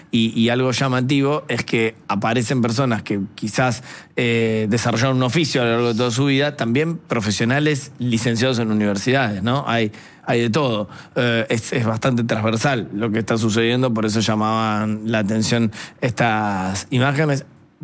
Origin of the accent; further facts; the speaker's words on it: Argentina; lo intensos que somos los argentinos